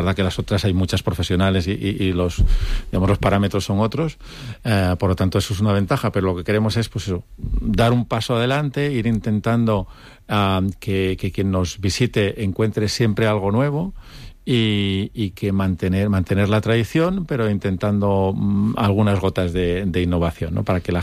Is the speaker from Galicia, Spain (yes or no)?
no; Cantabria, Spain; de mi tierra, los sobaos y las anchoas de Cantabria